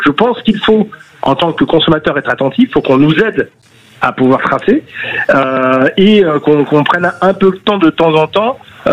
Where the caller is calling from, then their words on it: Île-de-France, France; Même si j'habite en Seine-Saint-Denis.